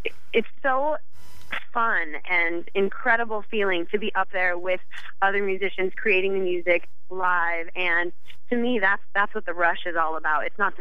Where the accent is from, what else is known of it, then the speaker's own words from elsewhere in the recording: Wichita, Kansas, United States; now in Los Angeles, United States; Yeah, I'm from Wichita, Kansas.